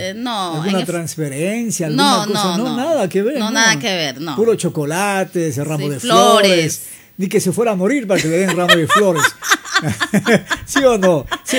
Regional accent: Ecuador; nosotros, como buenos ecuatorianos

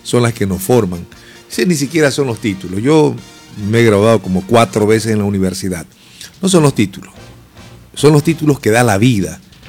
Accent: Esmeraldas, Ecuador; born there; also born or lived in Manabí, Ecuador; yo nací en Esmeraldas, yo soy esmeraldeño. Me crié en Manabí buena parte de mi niñez y juventud

